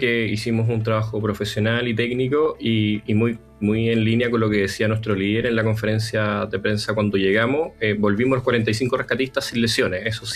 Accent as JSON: {"language": "Spanish", "country": "Chile", "said": "con mi experiencia como ciudadano chileno"}